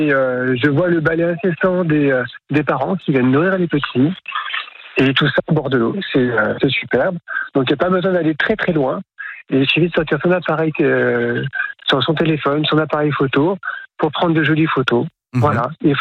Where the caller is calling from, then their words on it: Peyrehorade, Nouvelle-Aquitaine, France; je suis à Peyrorade, au bord des Gaves